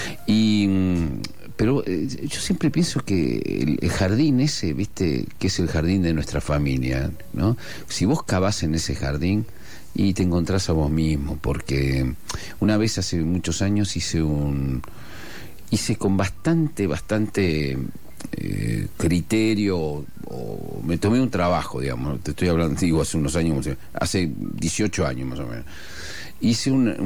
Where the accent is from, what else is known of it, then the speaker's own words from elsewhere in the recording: Argentina; soy argentino, porque no había tenido que hacer gran esfuerzo, pero sí, había vivido como en un mundo, en una... Yo pertenezco a esa comunidad española